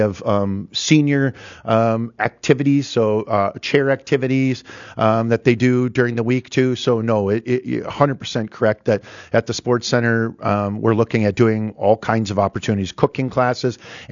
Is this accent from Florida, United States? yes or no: no; Fargo, North Dakota, United States; I grew up in North Fargo